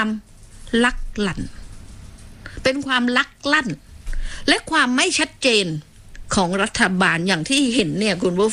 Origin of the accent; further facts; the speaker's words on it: Phuket, Thailand; ดิฉันได้เกิดมาเป็นคนภูเก็ตโดยกำเนิดนะเกิดถนนดีบุก